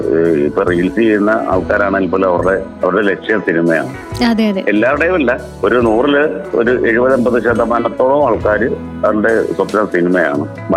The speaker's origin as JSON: {"language": "Malayalam", "town": "Alappuzha", "region": "Kerala", "country": "India", "said": "അലപ്പി ഗോപകുമാർ എന്ന് പറയുന്ന എന്റെ സ്വന്തം നാട്ടുകാരന്റെ ഒരു സമിതി ഉണ്ടായിരുന്നു, കൊച്ചിൻ മിമിക്സ് മീഡിയ."}